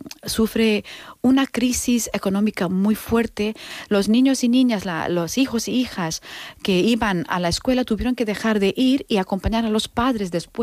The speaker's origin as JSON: {"language": "Spanish", "town": "Anantapur", "region": "Andhra Pradesh", "country": "India", "tie": "born or raised there", "second_language": "Spanish", "moved": "yes", "lives_now": "Mallorca, Spain", "said": "Estamos hablando del sur de la India. Uh-huh. Mi pueblo se llama Anantapur, uh-huh. la provincia se llama, estado se llama Andhra Pradesh, ¿vale? Uh-huh. Y de ahí a Mallorca, ¿no? He venido."}